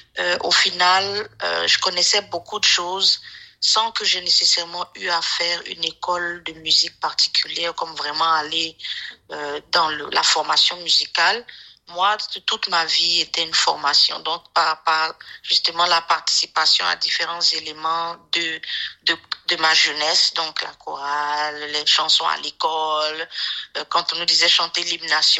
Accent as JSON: {"language": "French", "country": "Côte d’Ivoire", "tie": "born or raised there", "moved": "yes", "lives_now": "Winnipeg, Canada", "said": "Dans mon pays, je suis née en Côte d'Ivoire"}